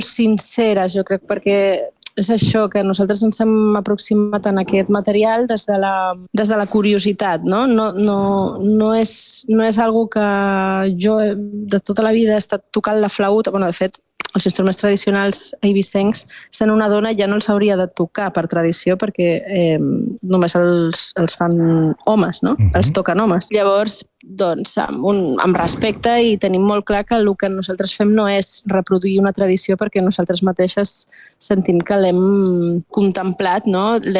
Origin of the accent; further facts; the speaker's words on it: Ibiza, Balearic Islands, Spain; now in Sant Feliu de Guíxols, Spain; jo sóc eivissenca.